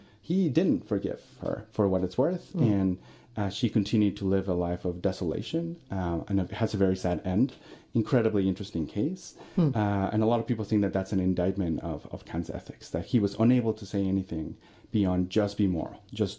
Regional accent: Mexico City, Mexico; moved away as an adult; now in United States; I'm originally from Mexico City. I lived there for the first 19 years of my life, then decided I wanted to come to the U.S. to study college, to do college

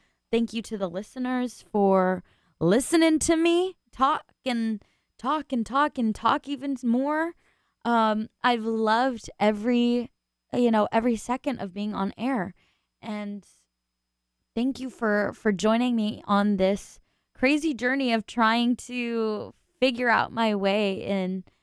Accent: California, United States; now in San Francisco, United States; I am from SoCal

